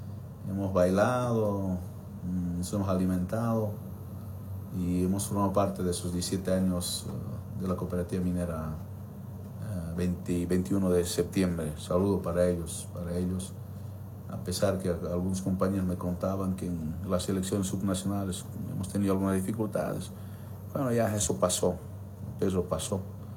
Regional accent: Bolivia; como boliviano, no es concebible, definitivamente no es concebible este tipo de programas o proyectos

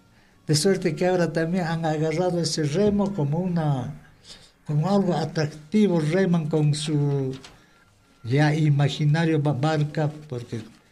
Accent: Peru; yo me siento como argentino cuando juega argentino, puesto que los peruanos ya no estamos participando aquí

